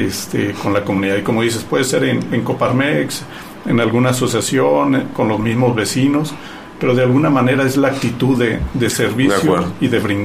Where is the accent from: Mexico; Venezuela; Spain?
Mexico; Tijuana, Baja California; now in Ciudad Juárez, Mexico; yo vengo de fuera, tengo 13 años aquí en Juárez, vengo de Tijuana